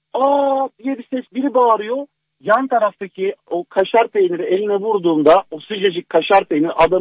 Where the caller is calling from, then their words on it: Istanbul, Turkey; ben İstanbul'dan.